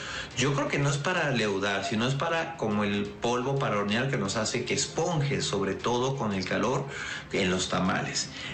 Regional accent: Mexico City, Mexico; moved away as an adult; now in Puebla, Mexico; yo soy de la Ciudad de México, llegué a Puebla hace unos 20 años

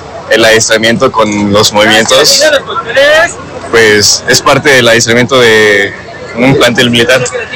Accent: Puebla, Mexico; perteneciente a la Escuela Militar de Ingeniería. Significa mucho porque yo soy originario de aquí de Puebla, entonces desfilar portando ese uniforme y desfilar donde nací

